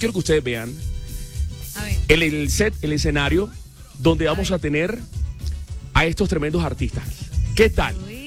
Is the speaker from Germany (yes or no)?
no; Barranquilla, Atlántico, Colombia; Vea, yo vengo de Barranquilla y lo primero que me dijeron fue: papi, aquí ibas a pasar a sabroso